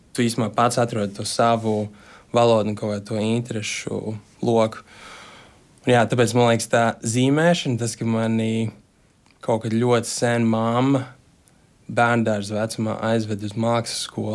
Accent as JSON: {"language": "Latvian", "region": "Riga", "country": "Latvia", "moved": "as an adult", "lives_now": "Zurich, Switzerland", "said": "man Latvija, mans mājas, tas ir no kurienes es nāku, un es vienmēr šiem braucu atpakaļ, mēs abi ar sievas no šeienes, no Rīgas."}